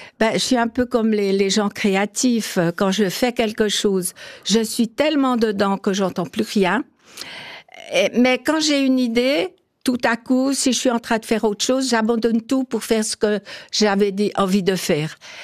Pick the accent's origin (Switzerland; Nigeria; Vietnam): Switzerland; Porrentruy, Jura; also born or lived in France; now in Macolin, Switzerland; J'ai grandi à Port-Rentrée.